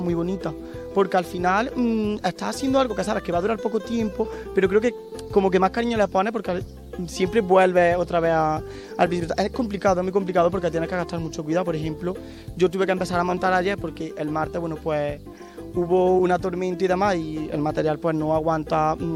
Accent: Cañete de las Torres, Andalusia, Spain; espero que visitéis Cañita de las Torres, su festival Calle en Flor y bueno, pues, su gente y todo, que es mi pueblo

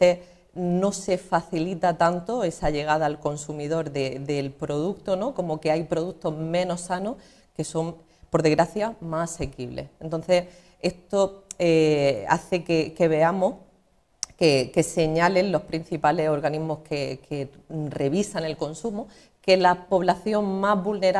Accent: El Ejido, Andalusia, Spain; yo vengo de una pedanía de Elegido, de La Noria, este año cumplo 11 años atendiendo en consulta a gente como dietista, nutricionista

